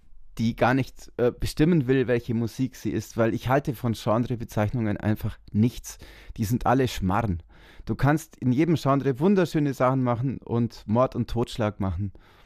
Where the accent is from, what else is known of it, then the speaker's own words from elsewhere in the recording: Bavaria, Germany; Weitestgehend ist das schon meine Heimat, aber Ebbs ist schon in Tirol. Meine Heimat ist ja das Oberallgäu und wir kommen nur 5 Kilometer von Tirol.